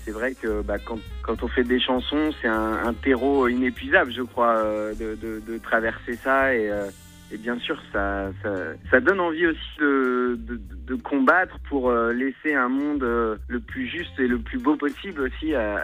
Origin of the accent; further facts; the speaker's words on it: Nouvelle-Aquitaine, France; now in Paris, France; la Creuse qui est vraiment toute mon enfance, mes racines, c'est là où je me sens bien